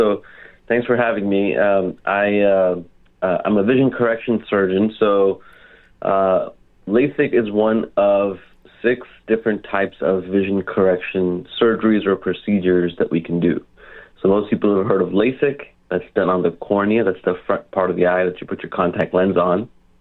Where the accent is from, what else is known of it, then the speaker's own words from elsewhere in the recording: Tyler, Texas, United States; Plano, Texas is almost kind of like a second home for me. I grew up in Tyler, Texas.